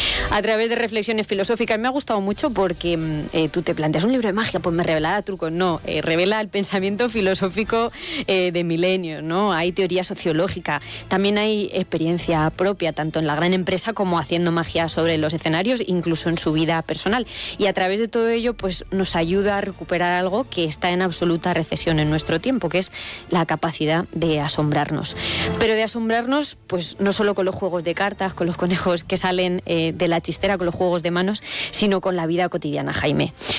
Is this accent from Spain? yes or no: yes; Castilla-La Mancha, Spain; No, no, yo como buena manchega estoy bien en los climas cálidos y secos